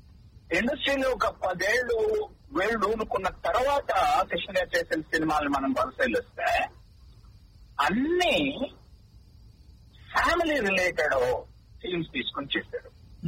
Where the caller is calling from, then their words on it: Detroit, Michigan, United States; Detroit నుంచి radio service శ్రోతలందరికీ నమస్కారం.